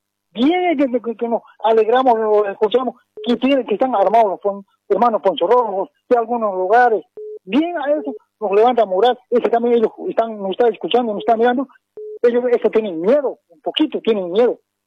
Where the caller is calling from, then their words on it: Bolivia; Te llamo departamento de Denia